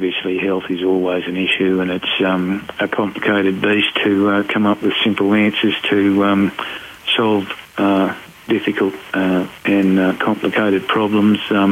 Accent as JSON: {"language": "English", "town": "Taroom", "region": "Queensland", "country": "Australia", "tie": "born or raised there", "said": "So I've already reached out to many of the community members in Taroom, my hometown"}